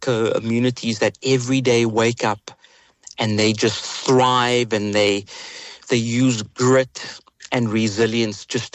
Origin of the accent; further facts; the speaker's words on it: Western Cape, South Africa; But I'm from Bahar on the Cape Flats. And so I think South Africans and Capetonians understand what resilience is about.